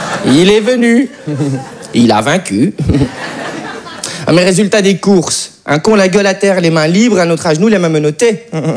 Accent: Belgium; Ouais, parce que je suis belge et français, mais pour ce que je veux. Pour le football, je suis belge.

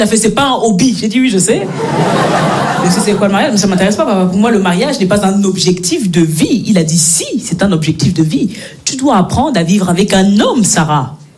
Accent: Belgium; Moi, je suis née et j'ai grandi en Belgique. Mes parents sont nés, ils ont grandi au Cameroun.

